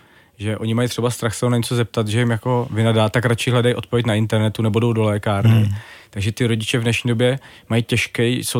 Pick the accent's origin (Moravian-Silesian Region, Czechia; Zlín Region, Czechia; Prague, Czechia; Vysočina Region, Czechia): Prague, Czechia; moved away as an adult; now in Jablonec nad Nisou, Czech Republic; A já jsem totiž Pražák původně, nebo Pražan by se řeklo, a hodně lidí se mi diví, že jsem takhle emigroval na menší město